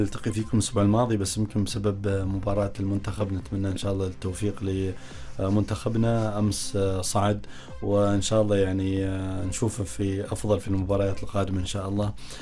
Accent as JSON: {"language": "Arabic", "country": "Oman", "said": "عندنا في عمان"}